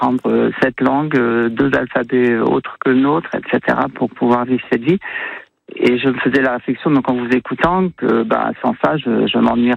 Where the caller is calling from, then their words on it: Auvergne-Rhône-Alpes, France; je ne vis pas à Chambéry, je vis à Pézenhangrois